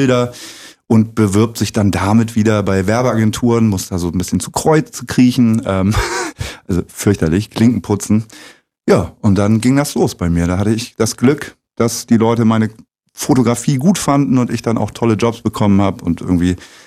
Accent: Lower Saxony, Germany; now in Zeuthen, Germany; Genau, bei Bremen.

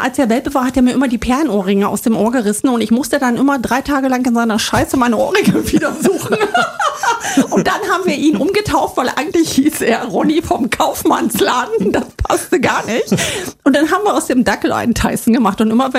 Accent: Saxony-Anhalt, Germany; Ja, ich bin ein Kind des Ostens. Ja. Ich bin im Osten groß geworden.

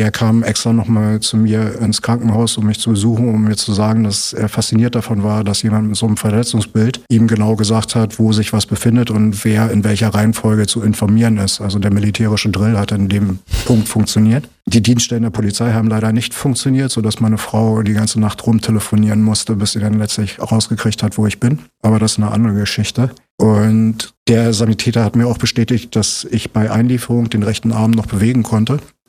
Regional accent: Fehrbellin, Brandenburg, Germany; also born or lived in Neuruppin; Ja, also ich bin in Neuruppin geboren und habe meine ganze Kindheit aber in Fehrbellin verbracht

